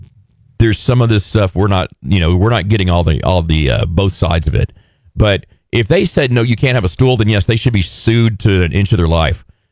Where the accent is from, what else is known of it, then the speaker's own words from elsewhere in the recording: Texas, United States; Because I'm from Texas.